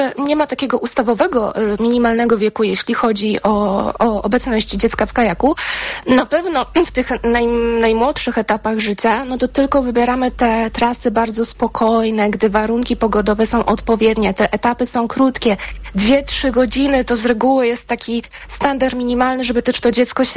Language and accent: Polish; Pomeranian Voivodeship, Poland; u nas na Pomorzu